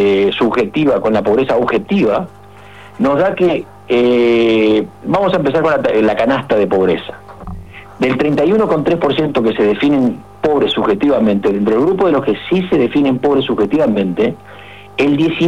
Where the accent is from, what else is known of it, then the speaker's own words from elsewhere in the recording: Uruguay; Los uruguayos nos consideramos más pobres de lo que objetivamente nos calificamos como pobres